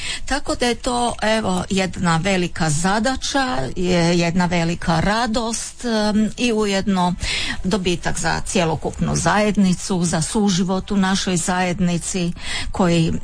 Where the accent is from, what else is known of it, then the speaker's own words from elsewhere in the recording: Rijeka, Primorje-Gorski Kotar County, Croatia; Nekako sam u svojoj mladosti, kada sam rođena u Rijeci, odrastala, nisam imala priliku osim u obitelji spoznati vjeru.